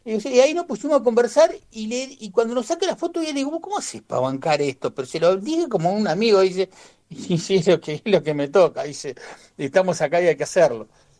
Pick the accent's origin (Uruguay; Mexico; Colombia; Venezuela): Uruguay; somos de Uruguay.